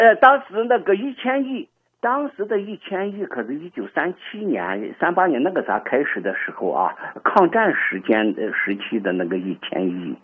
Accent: China; 我们中国人

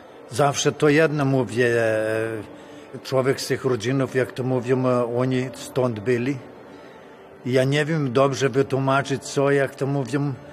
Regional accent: Brazil; Ja urodziłem się, maluśki byłem w domu, to ojce tylko po polsku gadali i ja nauczyłem się po polsku. Jak poszłem do szkoły, to ja nic nie umiałem po brazylijsku.

